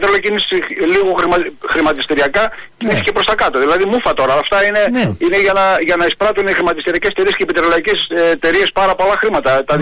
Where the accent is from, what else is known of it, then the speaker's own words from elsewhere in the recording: Greece; Εγώ μεγάλωσα στον Κυρκύρη. Ξέρω τι σημαίνει θάλασσα. Πολλά χρόνια ήμουν στον Κυρκύρη